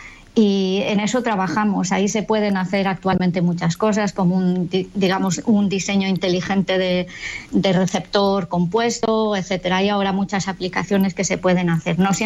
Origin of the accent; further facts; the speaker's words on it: Galicia, Spain; Bueno, pues porque yo soy gallega